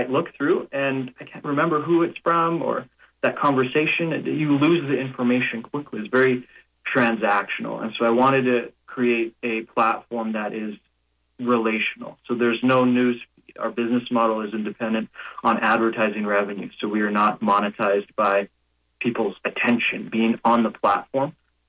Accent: Canada; I'm a Canadian champion of beatboxing.

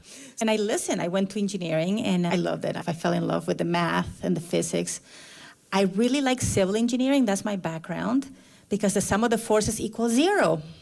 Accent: Colombia; I'm from Colombia, South America. I was born in the same city as

